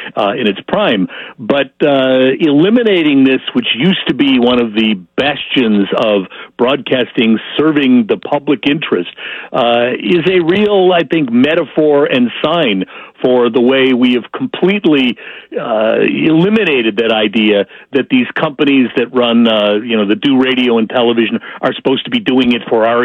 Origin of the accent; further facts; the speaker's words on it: Chicago, Illinois, United States; I remember I grew up in Chicago, and many big cities had CBS